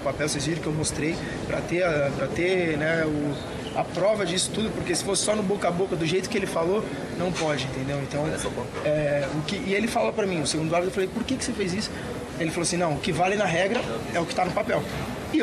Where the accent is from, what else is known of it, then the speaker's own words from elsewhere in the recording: Brazil; Cara, eu sou brasileiro como você também é, né?